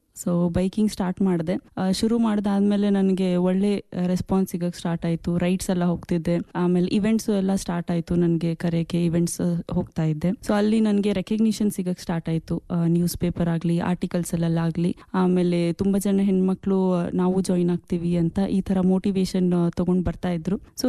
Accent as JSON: {"language": "Kannada", "town": "Hubballi", "region": "Karnataka", "country": "India", "tie": "born or raised there", "said": "ನಾನು ಹುಬ್ಬಳ್ಳಿಯಿಂದ ಬಂದಿದ್ದೀನಿ. ನಾನು ಹುಟ್ಟಿ ಬೆಳೆದಿದ್ದೆಲ್ಲ ಹುಬ್ಬಳ್ಳಿಯಲ್ಲೇ. ನಂದು ಎಜುಕೇಷನ್ ಕೂಡ ಹುಬ್ಬಳ್ಳಿಯಲ್ಲೇ ಆಗಿದೆ."}